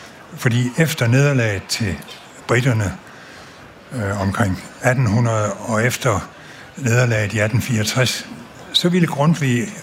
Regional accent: Region of Southern Denmark, Denmark; Og jeg er jo dansk sønderjyde.

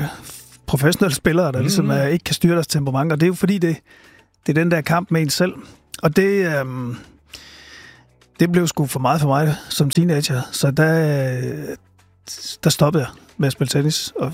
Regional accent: Silkeborg, Central Denmark Region, Denmark; born or raised there; also born or lived in Aarhus

